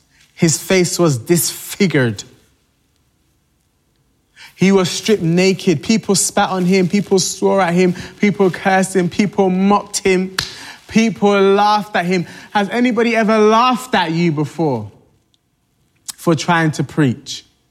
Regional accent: Nigeria; I'm Nigerian.

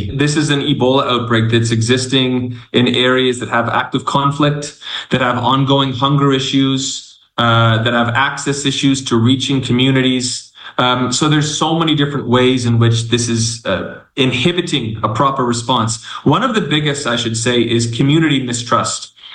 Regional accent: Canada; now in Democratic Republic of the Congo; I'm a Canadian. In the DRC.

